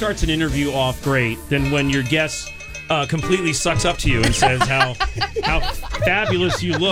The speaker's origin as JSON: {"language": "English", "region": "New Jersey", "country": "United States", "said": "But Casey hails from my home state of New Jersey, right?"}